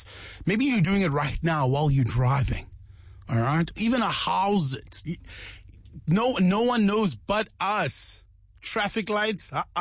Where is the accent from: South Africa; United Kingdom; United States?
South Africa; knows except for us South Africans. Sit there out in Boksburg.